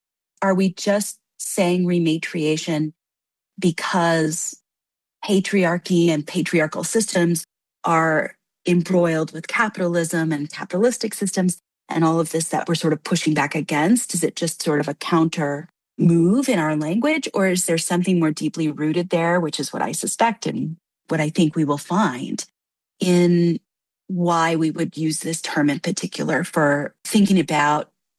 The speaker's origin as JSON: {"language": "English", "town": "Minneapolis", "region": "Minnesota", "country": "United States", "tie": "born or raised there", "said": "So I grew up in the Minneapolis area, I'm back in Dakota homelands, which is wonderful."}